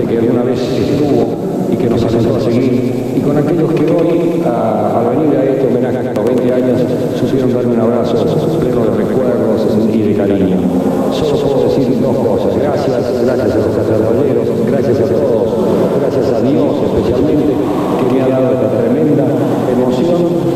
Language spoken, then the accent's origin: Spanish; Cosquín, Córdoba, Argentina; Y yo soy hombre de Cosquín, fiel a Cosquín, y no lo he cambiado ni lo pienso cambiar.